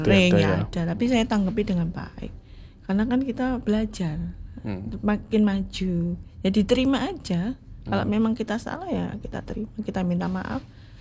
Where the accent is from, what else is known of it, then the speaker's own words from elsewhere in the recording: Surabaya, East Java, Indonesia; Soalnya saya orang Surabaya gitu.